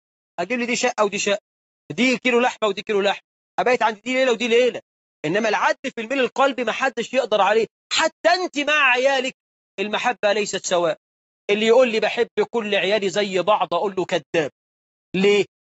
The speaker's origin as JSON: {"language": "Arabic", "country": "Egypt", "said": "إحنا عندنا في مصر 9 مليون عانس."}